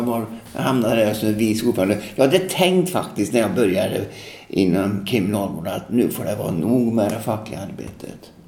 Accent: Tidaholm, Västra Götaland County, Sweden; Jag växte upp i Tidaholm

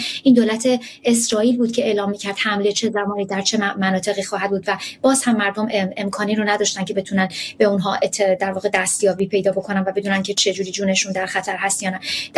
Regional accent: Iran; moved away; ماهایی که در ایران سالها رو بزرگ شدیم،

